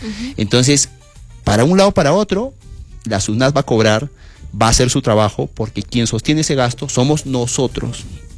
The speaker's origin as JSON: {"language": "Spanish", "region": "Arequipa", "country": "Peru", "said": "nosotros no nos desalentamos como arequipeños, como empresarios y microempresarios"}